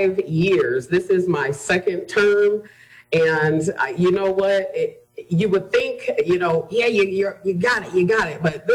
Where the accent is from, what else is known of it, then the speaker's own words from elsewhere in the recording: Rockford, Illinois, United States; Well, I am a 41-year-old who was born and raised right here in Rockford, Illinois.